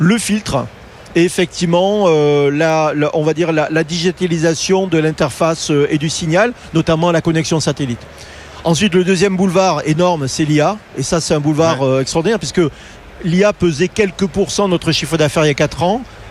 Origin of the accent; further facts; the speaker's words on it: France; c'est pas parce que je suis français que je le dis